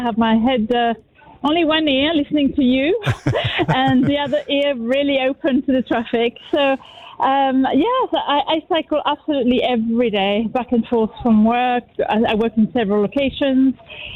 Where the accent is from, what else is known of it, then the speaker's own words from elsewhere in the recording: Paris, Île-de-France, France; now in London, United Kingdom; I'm from Paris originally